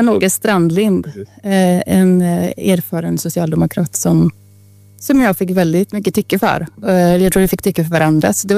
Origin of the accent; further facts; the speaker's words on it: Trollhättan, Västra Götaland County, Sweden; När jag växte upp i Trollhättan så skrev man i TTELA på ett helt annat sätt om lokalpolitiken.